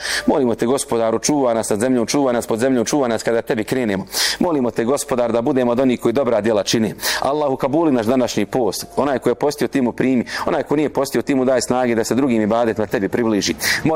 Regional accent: Bosnia & Herzegovina; ja sam Bošnjak i Bosanac, ja sam musliman u vjerskom smislu, znam i ko sam i šta sam.

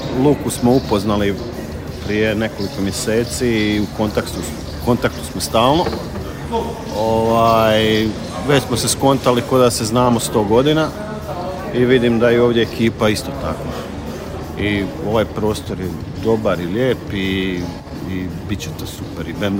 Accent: Našice, Osijek-Baranja County, Croatia; moved away as an adult; now in Slavonski Brod, Croatia; s tim da oba dvojica nismo u stvari Brođani, mislim sad jesmo, ja sam se doselio 2016. On se doselio prošle godine, ali Slavonci jesmo, on je iz Osijeka, ja sam iz Našica.

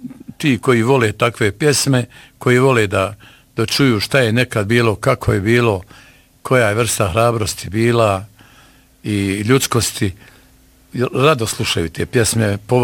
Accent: Mulaluk, Bosnia & Herzegovina; Jest, ovaj, iz Mulaluka.

